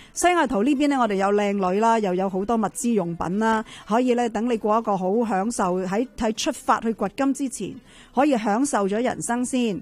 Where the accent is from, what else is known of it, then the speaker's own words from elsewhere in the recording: Canada; 我哋加拿大温哥华咧